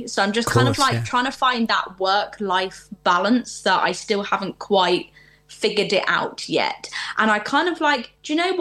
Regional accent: United Kingdom; So I'm kind of very thankful that I'm British

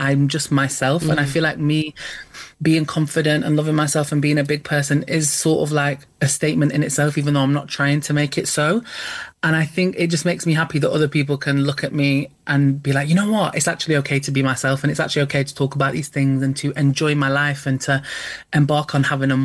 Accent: United Kingdom; I mean, I think as British people in general, sex in itself is extremely taboo

